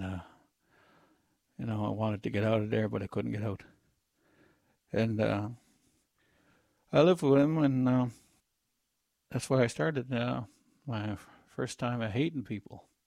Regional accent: Miramichi, New Brunswick, Canada; also born or lived in Chatham, New Brunswick; Hill Ground First Nation up in the small community of Miramichi, New Brunswick. I was born and raised here in Hill Ground. My mother had me in Chatham, New Brunswick.

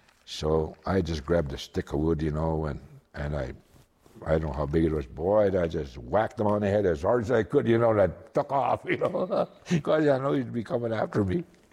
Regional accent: Kikino, Alberta, Canada; also born or lived in Vilna, Alberta; now in Edmonton, Canada; little town called Vilna, and that's where my mom had me. But I was raised in Kikino, which means in my language, my home. About, I would say, probably close to 20 miles from where I was born in a hospital in Vilna.

